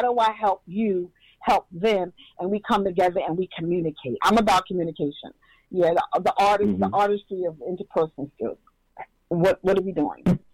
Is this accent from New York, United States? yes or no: yes; New York City, New York, United States; So I grew up in Harlem, Manhattan Avenue. Those are my stomping grounds. Even though I live on 149th Street, but I went to PS 113.